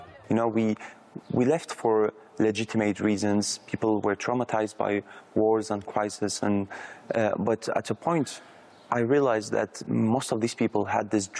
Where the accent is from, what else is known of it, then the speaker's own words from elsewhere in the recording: France; France was always a bit frustrating because I was missing here. There was something missing in my life, which was my Iraqi side. After growing up in France.